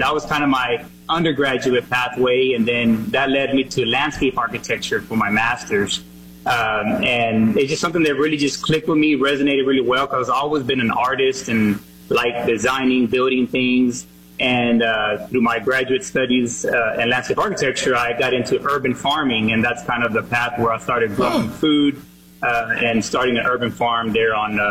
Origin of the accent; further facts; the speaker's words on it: Fort Worth, Texas, United States; At the age of two, I ended up, we moved to Texas, and I was raised there in Fort Worth.